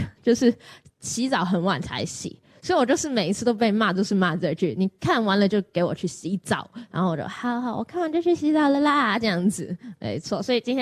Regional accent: Hong Kong; 我小时候因为就是如果有持续追踪 … 的人，可能应该会知道我是香港人嘛。然后香港的话，其实就是比较上不会有这么多台剧

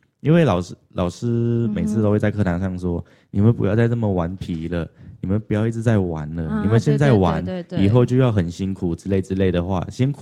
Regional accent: Malaysia; now in Taiwan; 就是像我是马来西亚人嘛，我现在来到台湾读书，很自由，非常自由，但是我少了什么？我少了我在马来西亚的朋友

